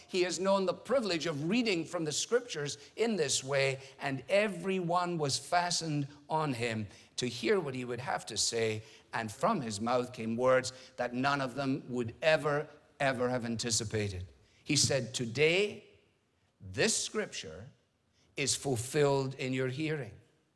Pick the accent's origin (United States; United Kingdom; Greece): United Kingdom; Scotland